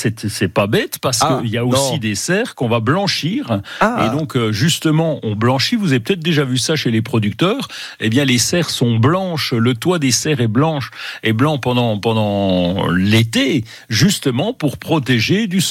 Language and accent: French; Bourgogne-Franche-Comté, France; chez nous en Franche-Comté